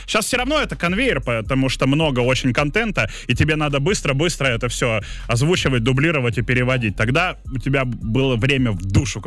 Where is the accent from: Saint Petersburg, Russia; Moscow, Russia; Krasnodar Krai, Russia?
Saint Petersburg, Russia; я из Питера